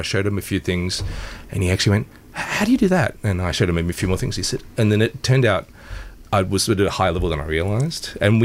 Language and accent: English; Melbourne, Victoria, Australia; No, I grew up in Baldwin, just over the road.